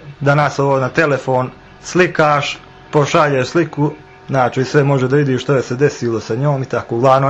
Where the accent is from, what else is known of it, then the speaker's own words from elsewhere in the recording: Podgorica, Montenegro; born there; ja sam rođen dolje u Podgoricu, točnije u naselje Masline